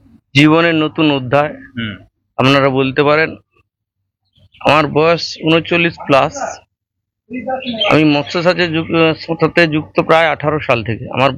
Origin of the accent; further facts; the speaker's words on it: Moyna, West Bengal, India; বাড়ি পূর্ব মেদিনীপুর জেলার ময়না ব্লক থেকে এসেছি।